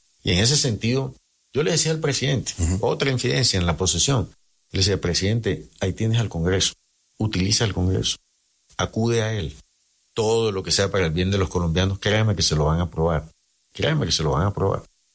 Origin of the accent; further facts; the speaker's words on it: Santa Marta, Magdalena, Colombia; A ver, yo soy samario